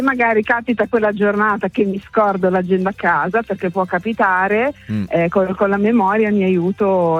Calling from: Modena, Emilia-Romagna, Italy; io sono di Modena e lavoro anche su Reggio e su Parma

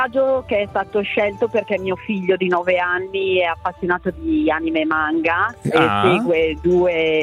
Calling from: Villanuova sul Clisi, Lombardy, Italy; da Villanuova, provincia di Brescia, sul lago di Garda.

